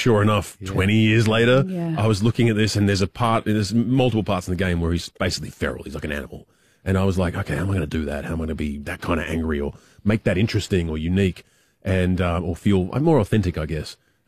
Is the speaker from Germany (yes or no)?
no; Australia; I'm Australian, if that helps